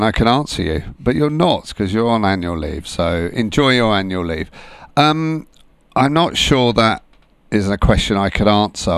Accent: Huntingdon, East of England, United Kingdom; born and raised in Huntingdon, and to be its first citizen was an absolute honour, and to be the last, at the moment, the last mayor born in the town.

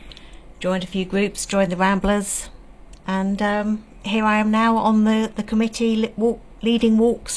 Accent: Essex, East of England, United Kingdom; moved away as an adult; now in Cambridgeshire, United Kingdom; suppose I moved to this area about 20 years ago, but before then I'd been part of a walking group in Essex, where I grew up

